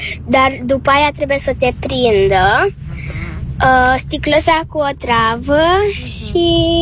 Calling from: Bucharest, Romania; din București și am 10 ani

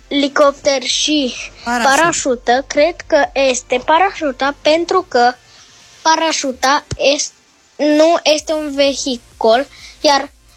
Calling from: Bacău, Bacău County, Romania; din Bacău, am 8 ani

